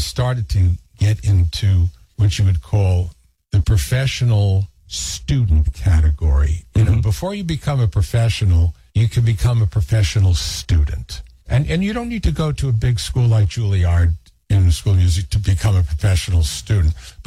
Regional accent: New York City, New York, United States; fortunately I grew up in New York City, so we had an enormous one.

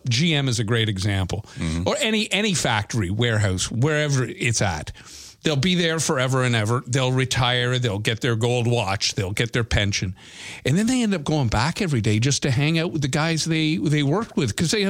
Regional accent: Brampton, Ontario, Canada; I grew up in Brampton, so there was the AMC plant.

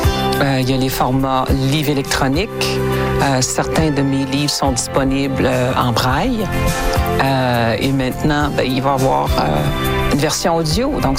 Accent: Rouyn-Noranda, Quebec, Canada; now in Saskatchewan, Canada; Moi, quand j'ai grandi, à Rouyn-Noranda

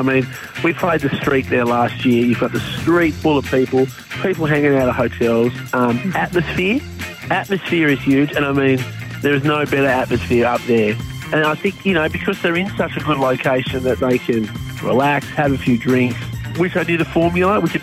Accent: Australia; I think at heart, we're really Aussie blokes.

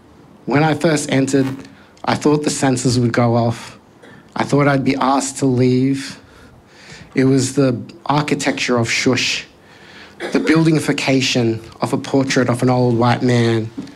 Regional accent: New South Wales, Australia; My family is originally from Mudgee, New South Wales, but I grew up on Darkinjung country on the New South Wales Central Coast.

